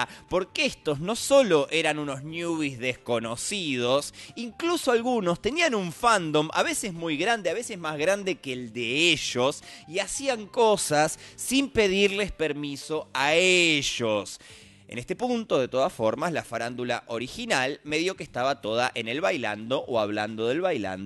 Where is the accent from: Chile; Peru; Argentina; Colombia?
Argentina; los millennials y los centennials argentinos